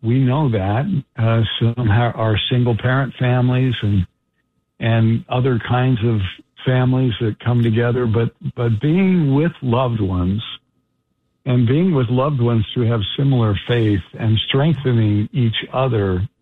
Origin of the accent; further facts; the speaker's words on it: Bountiful, Utah, United States; now in New York, United States; Well, I grew up just outside Salt Lake City, Utah, in a little town called Bountiful, Utah.